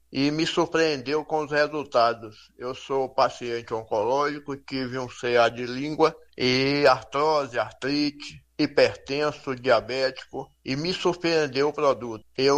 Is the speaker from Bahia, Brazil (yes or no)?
yes; Feira de Santana, Bahia, Brazil; sou de Feira de Santana, tenho 65 anos, sou aposentado